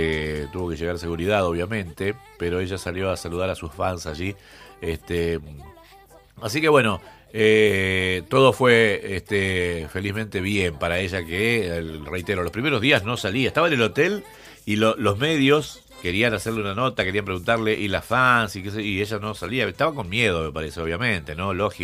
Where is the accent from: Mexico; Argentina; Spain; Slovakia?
Argentina; ella sabe cómo somos los argentinos